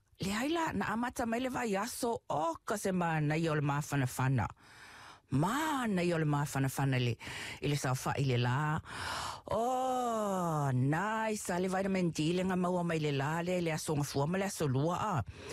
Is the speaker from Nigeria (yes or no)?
no; Samoa; moved away; I grew up in Samoa, and we had 2AB, our one radio station